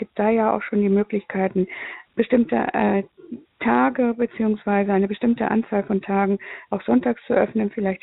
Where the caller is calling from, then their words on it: Hamburg, Germany; ich rufe aus Hamburg an.